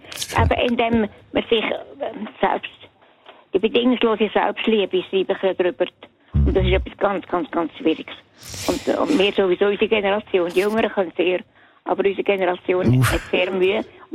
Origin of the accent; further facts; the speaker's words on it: Bern, Switzerland; Ich bin auch aus Bern aufgewacht, wie du.